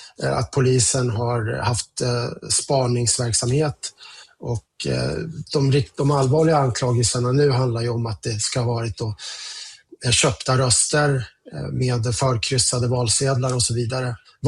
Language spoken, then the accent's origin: Swedish; Östersund, Jämtland County, Sweden; now in Stockholm, Sweden; Jag i vanliga fall jobbar från Stockholm. Men nu är jag hemma i Östersund där jag kommer från ett par dagar.